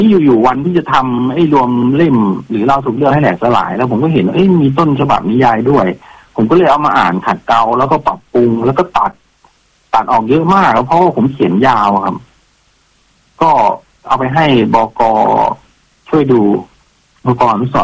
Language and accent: Thai; Saraburi, Thailand; เขาเป็นคนสระบุรีเหมือนกับผมคือผมเมื่อเกิดที่สระบุรี